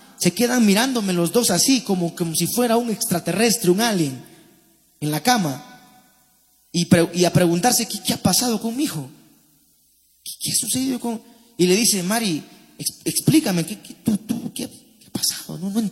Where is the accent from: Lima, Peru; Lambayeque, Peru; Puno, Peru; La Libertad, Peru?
La Libertad, Peru; Paiján; Pero llegó un tiempo que llegó las vacas flacas, como decimos, en mi pueblo. Llegó como una especie de hambruna ahí en Paiján, no había que comer, todo estaba caro